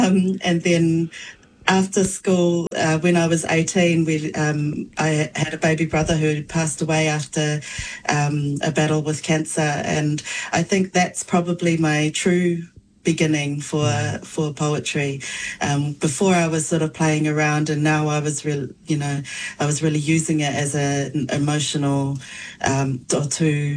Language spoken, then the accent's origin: English; Wellington, New Zealand; also born or lived in Samoa; Yes, I was born in Samoa and then raised in Te Whanganui Ātara in Kilburnie in Wellington.